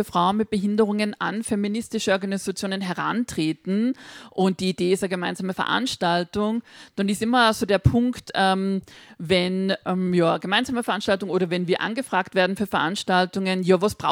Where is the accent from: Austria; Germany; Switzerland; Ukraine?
Austria; Salzburg; accent: Pinzgau dialect; Angeschasselt werden, gibt es auch im Pinzgerischen, wo ich herkomme. Ist ein, gute Worte haben wir im Dialekt.